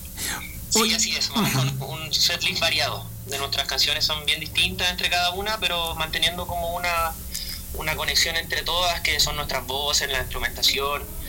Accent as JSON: {"language": "Spanish", "area": "an island", "region": "southern Chile", "country": "Chile", "said": "venimos de Chile, al sur de Chile, muy en una isla de hecho"}